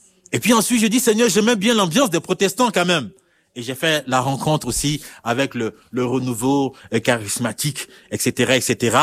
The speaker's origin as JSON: {"language": "French", "country": "Chad", "also_born_or_lived": "Côte d'Ivoire / Burkina Faso", "moved": "yes", "said": "je suis de nationalité tchadienne."}